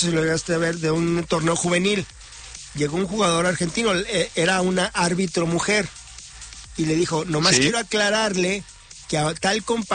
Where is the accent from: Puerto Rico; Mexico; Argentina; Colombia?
Mexico; Yo soy mexicano